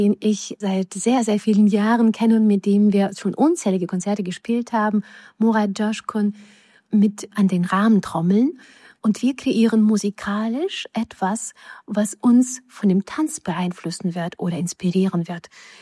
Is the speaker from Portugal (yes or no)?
no; Ukraine; German is a second language; moved away as an adult; now in Hanover, Germany; Durch Sowjeterziehung, dadurch, dass man Jüdin in der Ukraine und dann später eine Ukrainerin in Deutschland mit zwei Kindern, die sich als Deutsche betrachten.